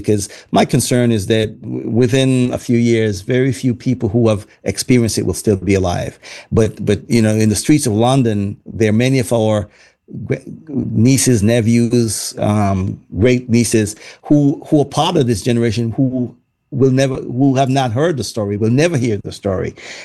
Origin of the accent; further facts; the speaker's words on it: Montserrat; as a small nation, as a small people